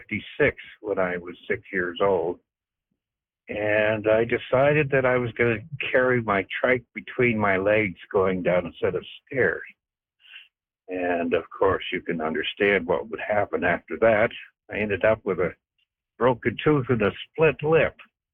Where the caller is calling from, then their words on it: Folly Mountain, Nova Scotia, Canada; I'm calling from Folly Mountain.